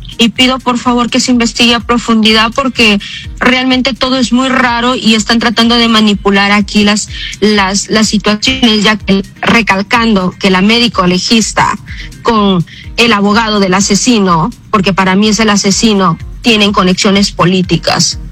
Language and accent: Spanish; Bagua Grande, Amazonas, Peru; now in United States; somos de Bagua Grande